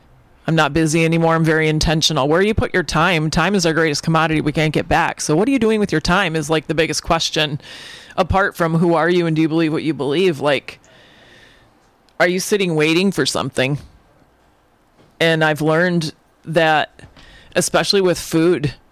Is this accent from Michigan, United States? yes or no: yes; Michigan, United States; also born or lived in Miami / New Zealand / Tennessee; now in Milwaukee, United States; I grew up in Michigan, and after being in Miami and New Zealand